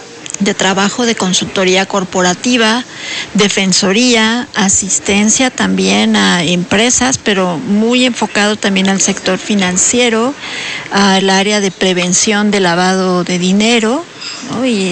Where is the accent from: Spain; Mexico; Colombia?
Mexico